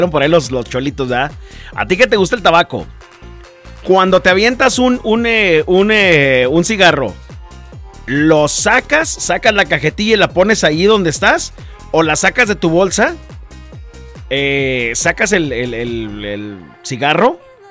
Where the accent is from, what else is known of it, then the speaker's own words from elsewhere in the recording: Gómez Palacio, Durango, Mexico; now in Chihuahua, Mexico; Soy originario de Gómez Palacio, Durango, pero estoy en este bello estado que se llama Chihuahua por trabajo.